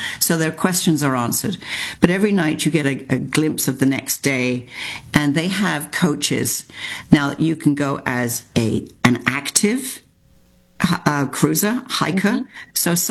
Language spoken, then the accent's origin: English; England, United Kingdom; And all the time I've learned about history and the war and growing up in England and learning about it